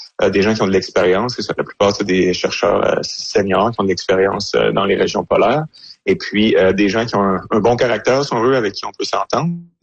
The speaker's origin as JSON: {"language": "French", "region": "Quebec", "country": "Canada", "said": "moi, je viens de l'Abitibi, donc je suis habitué"}